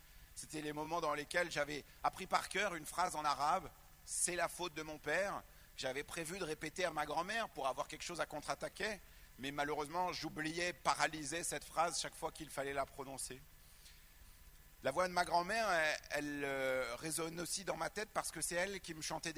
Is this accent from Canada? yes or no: no; France; Quand j'étais enfant en France, quand j'étais adolescent, c'est une langue que je n'avais pas envie d'entendre parler.